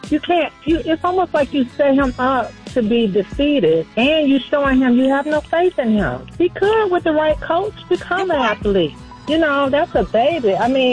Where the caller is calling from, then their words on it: Kanye, Southern District, Botswana; I'm checking in from Kanye.